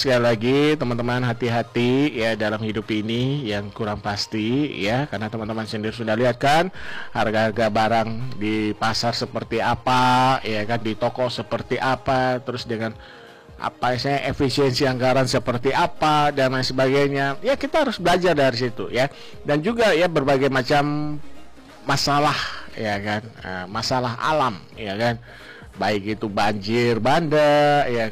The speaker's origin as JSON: {"language": "Indonesian", "region": "Papua", "country": "Indonesia"}